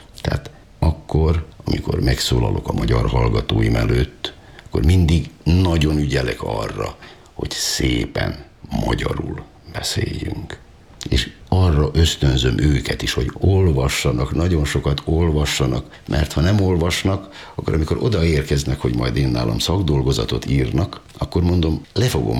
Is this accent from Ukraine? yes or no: no; Vojvodina, Serbia; born there; gyerekkoromban, hogy egy pillanatra nem jutott eszembe, hogy innen elmenjek